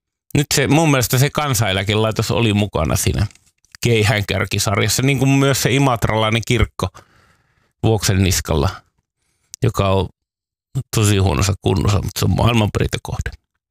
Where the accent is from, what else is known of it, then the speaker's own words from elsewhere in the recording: Raahe, North Ostrobothnia, Finland; Mutta esimerkiksi Raahesta, josta mä oon kotoisin, niin oikein oli vähemmän.